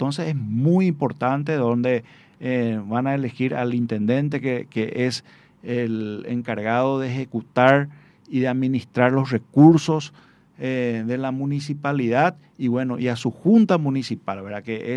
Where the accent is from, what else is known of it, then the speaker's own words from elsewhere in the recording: Pedro Juan Caballero, Amambay, Paraguay; soy pedrojuanino teté, como siempre digo, miembro de una familia tradicional de Pedro Juan Caballero, de comerciantes, de personas trabajadoras